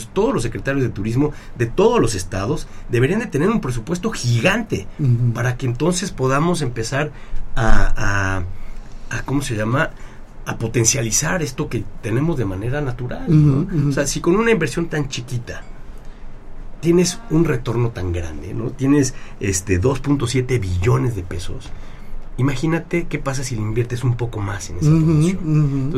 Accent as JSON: {"language": "Spanish", "country": "Mexico", "said": "como país, como mexicanos"}